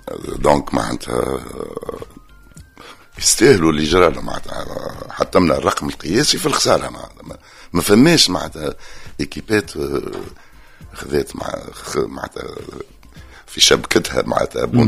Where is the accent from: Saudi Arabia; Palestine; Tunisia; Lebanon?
Tunisia; Tunis, Tunis Governorate; also born or lived in Béja; أنا من مواليد 1957، حليت عينيا في تونس، أما تولدت في باجة، معناتها أمي مشات ولدتني غادي ورجعت، معناتها الدار اللي نتفكرها الأولى معناتها كانت في باب سعدون زنقة بو كمشة